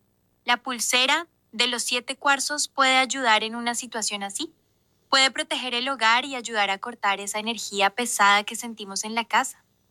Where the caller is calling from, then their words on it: Durazno, Uruguay; Nací el 3 de marzo de 1974 y estoy llamando desde Durazno.